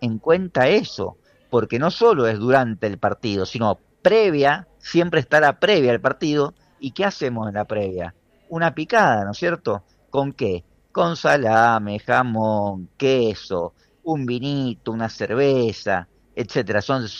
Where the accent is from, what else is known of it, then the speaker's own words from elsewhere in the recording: Argentina; Nosotros no hemos vivido como argentinos